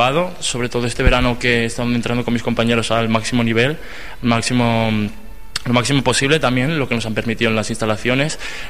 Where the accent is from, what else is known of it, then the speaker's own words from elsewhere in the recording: Aragon, Spain; he vivido toda mi vida aquí en España, ¿no? Y no me siento ni solo rumano ni solo aragonés, me siento pues como rumano-aragonés